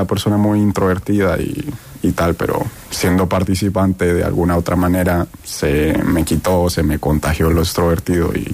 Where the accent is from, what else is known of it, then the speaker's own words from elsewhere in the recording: Colombia; moved away; Yo vengo de Colombia.